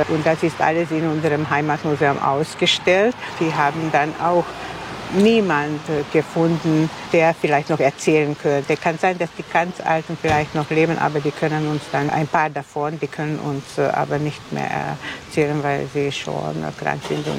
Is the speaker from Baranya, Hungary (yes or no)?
yes; Liptód, Baranya, Hungary; now in Bóly, Hungary; Ich stamme aus Liptow, aus Litauen. Ja, ein ganz kleines Dorf in der Pranau, aber nicht weit von hier. Und ich lebe seit Jahrzehnten, seit über 40 Jahren jetzt schon hier in Buhl.